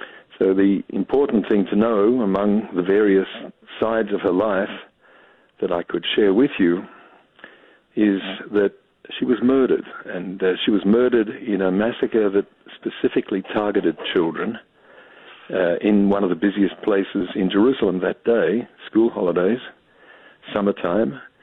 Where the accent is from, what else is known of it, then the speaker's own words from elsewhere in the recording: Australia; now in United States; I don't sound much like an American, and that's because I'm an Australian, born in Australia. But my wife's an American, and our children have all been Americans from birth.